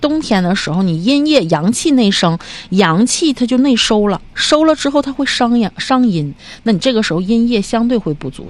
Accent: China

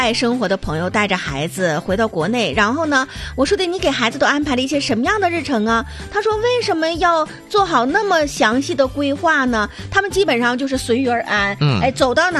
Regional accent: China; 那你看我们中国人还有可能就是因为老一辈子物质匮乏惯了，所以呢就愿意存东西，

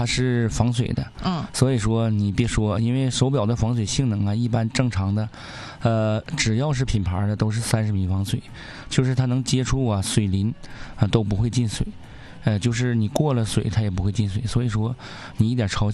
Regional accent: Northeast China, China; now in Changchun, China; 我觉得作为东北人来还是挺幸福的。你看在咱们长春虽说是热暑伏了

